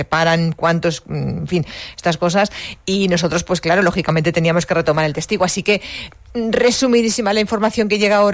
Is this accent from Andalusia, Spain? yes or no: no; Madrid, Community of Madrid, Spain; yo soy de, bueno, soy de Madrid, pero voy a un pueblo castellano, de Castilla y León